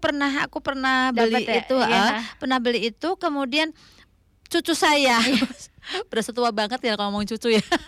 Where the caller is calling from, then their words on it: Wiradesa, Central Java, Indonesia; Kak, saya dari … di Wiradesa.